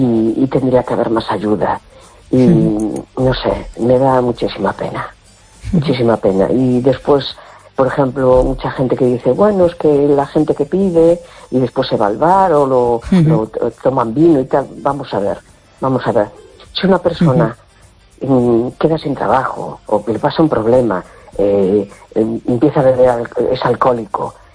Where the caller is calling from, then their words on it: A Coruña, Galicia, Spain; Hola, buenas noches … de La Coruña.